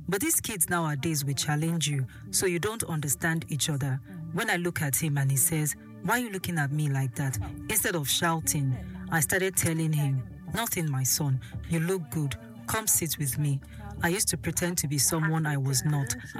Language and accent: English; Somalia; moved away; I grew up in Somalia